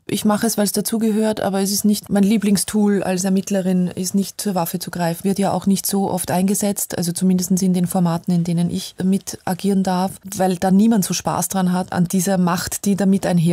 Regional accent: Austria; Ich bin an der Donau groß geworden

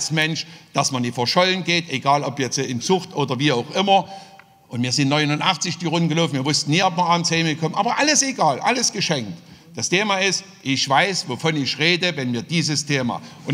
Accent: East Germany, Germany; ich bin mit dieser DDR-Hymne aufgewachsen.

